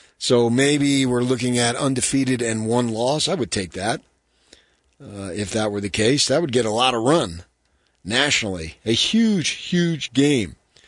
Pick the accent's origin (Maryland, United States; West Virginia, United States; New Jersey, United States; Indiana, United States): New Jersey, United States; Born and raised in New Jersey, I was a devout Utah football fan.